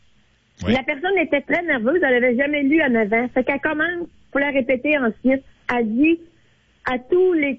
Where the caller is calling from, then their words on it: Quebec, Canada; moi, je viens de l'Abitibi